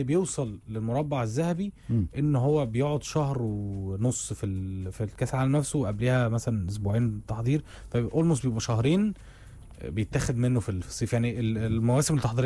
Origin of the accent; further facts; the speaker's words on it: Egypt; لو أنا مش مصري ومش أرجنتيني